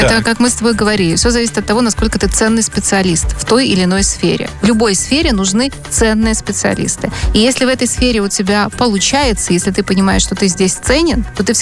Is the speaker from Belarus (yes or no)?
yes; Belarus